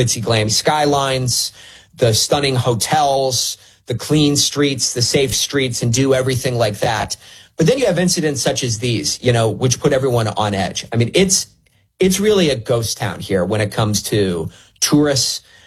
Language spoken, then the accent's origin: English; Cleveland, Ohio, United States; now in Qatar; I feel way more safe here in Qatar than I do in my hometown of Cleveland, Ohio.